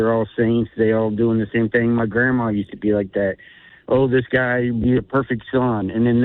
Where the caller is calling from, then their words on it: Chicago, Illinois, United States; I'm from Chicago.